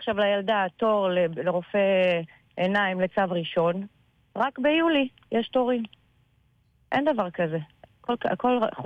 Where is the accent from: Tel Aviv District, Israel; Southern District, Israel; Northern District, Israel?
Northern District, Israel; Karmiel; now in Margaliot, Israel; אני מקרמיאל, כן.